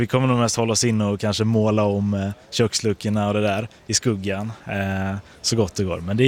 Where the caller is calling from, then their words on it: Sweden; nu har vi lämnat henne hemma i Sverige